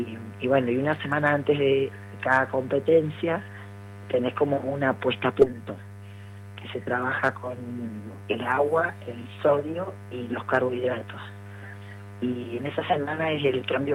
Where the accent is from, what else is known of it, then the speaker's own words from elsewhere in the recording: Argentina; Yo soy la única argentina